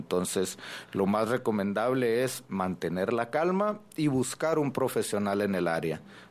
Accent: Ciudad Juárez, Chihuahua, Mexico; A la población juarense y a las personas en general que somos ciudadanos mexicanos en busca de viajar a Estados Unidos

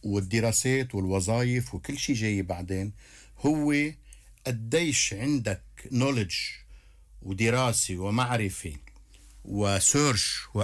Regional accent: Zahle, Beqaa, Lebanon; وأعتز أني أنتمي إلى هذه البقعة من الأرض.

